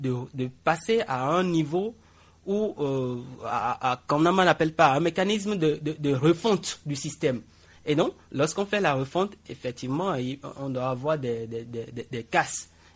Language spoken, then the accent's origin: French; Benin; aujourd'hui, on ne se cache plus lorsqu'on dit « je suis béninois »